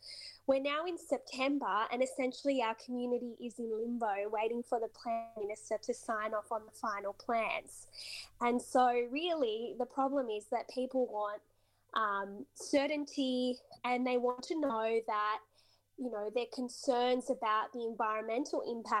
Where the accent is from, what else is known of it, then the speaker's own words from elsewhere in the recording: Sydney, New South Wales, Australia; I grew up in Concord myself